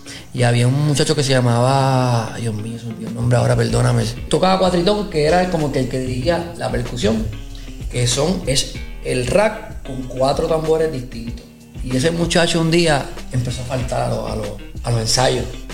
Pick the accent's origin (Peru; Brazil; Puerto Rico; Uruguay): Puerto Rico; Gurabo; Yo me crié en Gurabo, en la calle 3 de la urbanización O'Reilly